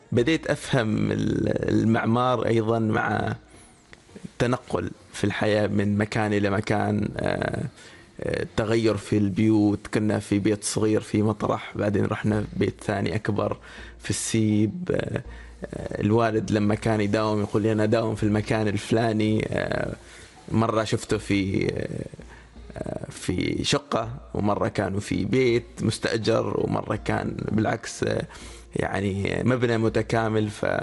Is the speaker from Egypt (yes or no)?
no; Oman; نفتخر نحن اليوم كعمانيين